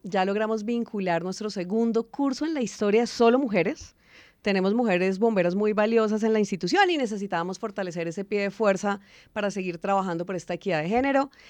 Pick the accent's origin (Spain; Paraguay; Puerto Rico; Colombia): Colombia; Manizales, Caldas; born there; Yo nací en Manizales, Caldas.